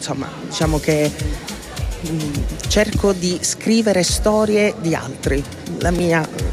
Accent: Martina Franca, Apulia, Italy

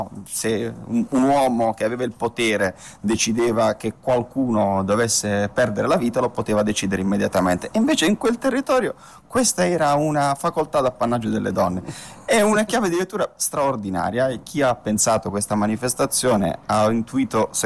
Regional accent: Castellana Grotte, Apulia, Italy; io sono di quel territorio. Il mio paesello Castellana era un territorio della contea di Conversano

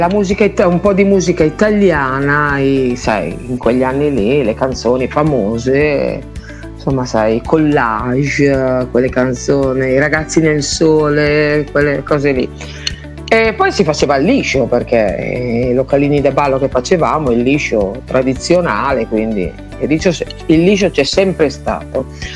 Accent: Pinarolo Po, Lombardy, Italy; sono di Pinerolo Po

